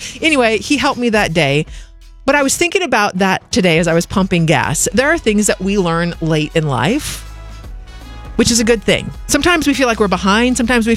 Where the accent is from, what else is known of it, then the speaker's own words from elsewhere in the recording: Oregon, United States; I grew up in Oregon, and that should explain everything.